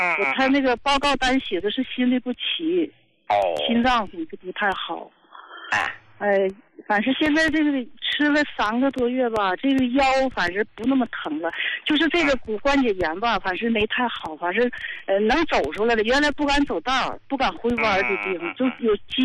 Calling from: Qiqihar, Heilongjiang, China; 我是黑龙江的，那啥，齐齐哈尔的，71岁了

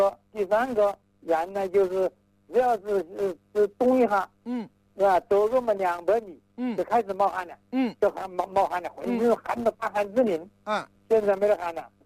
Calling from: Wuhan, Hubei, China; 我现在在武昌。

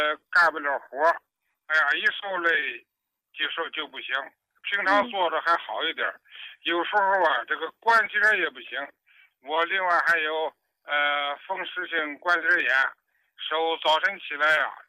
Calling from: Baoding, Hebei, China; 是河北保定的。

